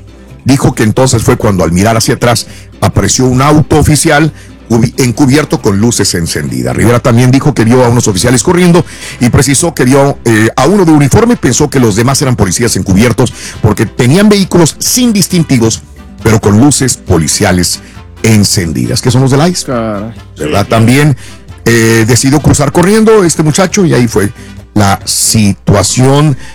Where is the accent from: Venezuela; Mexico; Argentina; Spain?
Mexico; por un connacional, si somos mexicanos también, por un hispano también que pierde la vida.